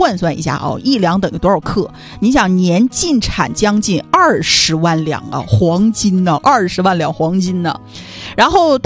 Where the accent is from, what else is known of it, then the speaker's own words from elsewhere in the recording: Huadian, Jilin, China; 为什么我说要跟大家去好好分享一下我的家乡画店？